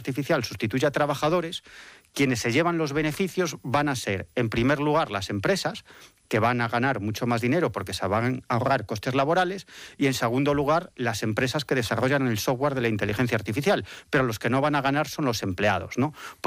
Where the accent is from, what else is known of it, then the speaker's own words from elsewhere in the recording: Galicia, Spain; como decimos en mi tierra, a velas vir, en gallego.